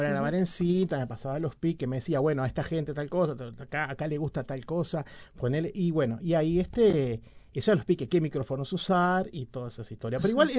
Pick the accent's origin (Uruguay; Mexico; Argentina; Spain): Uruguay; Montevideo; born there; Yo vivo en Garzón y Pena